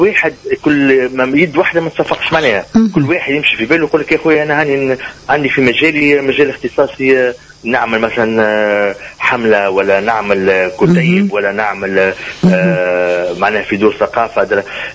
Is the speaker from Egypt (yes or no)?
no; Tunisia